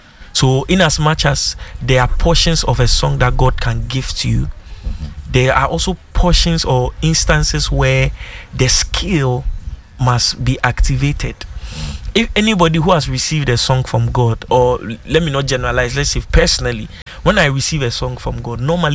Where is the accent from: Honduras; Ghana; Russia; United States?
Ghana; I didn't like the fact that people did not see me as Ghanaian.